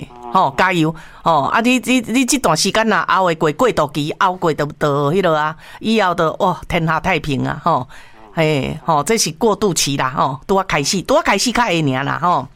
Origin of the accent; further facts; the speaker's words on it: Taiwan; 而且我们台湾人现在去日本已经是去到都已经很多遍了所以说现在越算已经是越算越偏了